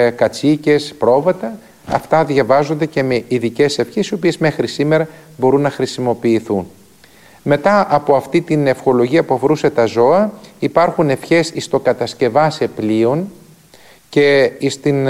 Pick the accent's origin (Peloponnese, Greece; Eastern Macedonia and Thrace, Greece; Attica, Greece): Eastern Macedonia and Thrace, Greece; και ιδιαίτερα επάνω ενθυμούμε και στην πατρίδα μου τη Θράκη και στον Εύρο, και στο Σουφλί που είχαν όλα αυτά τα μεταξωτά